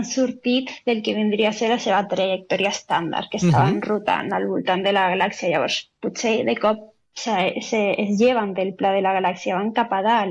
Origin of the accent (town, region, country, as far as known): Lanzarote, Canary Islands, Spain; Catalan is a second language